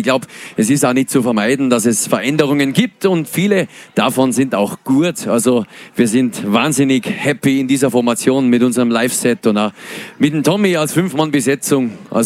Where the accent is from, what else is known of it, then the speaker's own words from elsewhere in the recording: Tyrol, Austria; als Tiroler Band das Rosenheimer Herbstfest umrahmen zu dürfen.